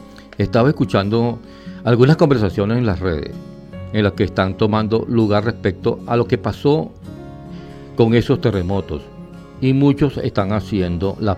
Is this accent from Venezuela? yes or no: yes; Venezuela